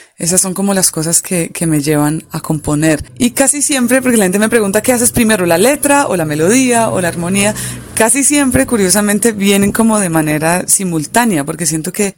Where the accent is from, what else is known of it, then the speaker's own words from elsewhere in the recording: Tolima, Colombia; born there; cuando era niña y vivía en el Tolima, en una finca con mi familia